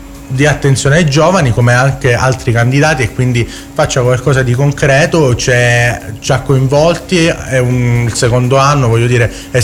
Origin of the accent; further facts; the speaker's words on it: Reggio Calabria, Calabria, Italy